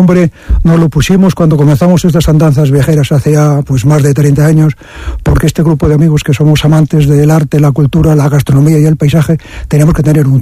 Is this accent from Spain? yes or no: yes; Sotillo de la Ribera, Castile and León, Spain; pero mi tierra es Castilla, y mi tierra natal es Burgos, y ya más natal todavía, pues Sotillo de la Ribera, evidentemente.